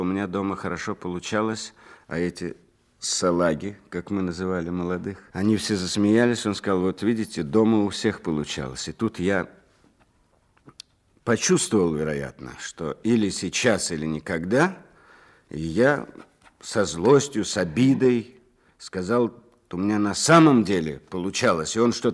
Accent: Leningrad Oblast, Russia; в Артемяке, где я родился и вырос мальчишкой, это под Ленинградом

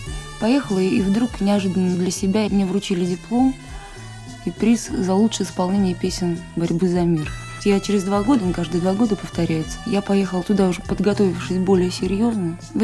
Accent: Omsk, Omsk Oblast, Russia; born there; moved away as an adult; now in Leningrad, Russia; музыкальное училище в городе Омске. Я вообще сама сибирячка.

